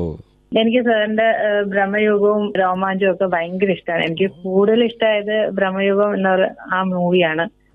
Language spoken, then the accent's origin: Malayalam; Kottayam, Kerala, India; Kottayam തലവലപ്പറമ്പ്.